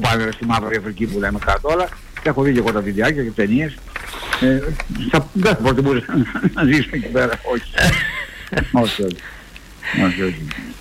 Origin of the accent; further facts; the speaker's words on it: Greece; νιώθω καλά που είμαι Έλληνας και ζω στην Ελλάδα.